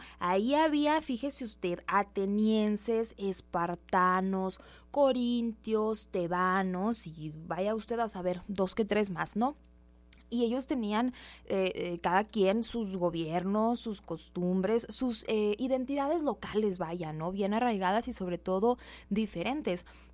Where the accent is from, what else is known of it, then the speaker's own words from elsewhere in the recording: Mexico; somos los indios mexicanos.